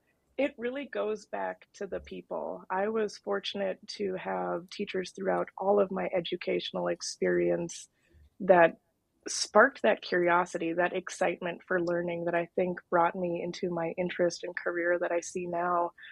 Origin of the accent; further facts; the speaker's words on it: North Dakota, United States; moved away as an adult; also born or lived in New York; my home state of North Dakota, spent the last 8 years in New York